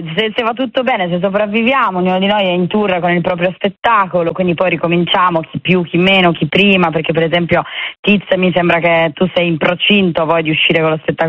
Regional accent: Turin, Piedmont, Italy; io da torinese

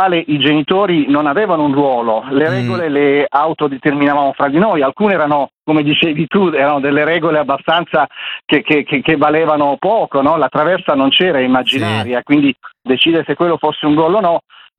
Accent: Bari, Apulia, Italy; Io sono nato a Bari, in una zona, diciamo, di confine fra una zona popolare e una zona, diciamo, da media borghesia.

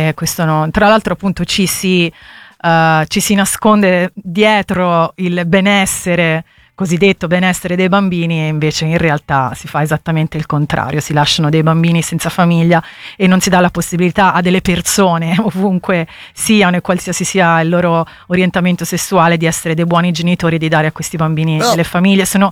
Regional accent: Sicily, Italy; Sono anch'io sono siciliana, quindi vi adotto.

